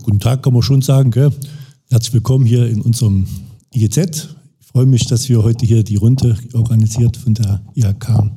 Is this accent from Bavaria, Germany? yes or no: no; Thuringia, Germany; Also geboren bin ich 74 im Rupsella, bin hier im Landkreis aufgewachsen, zur Schule gegangen, habe dann in Jena Volkswirtschaftslehre studiert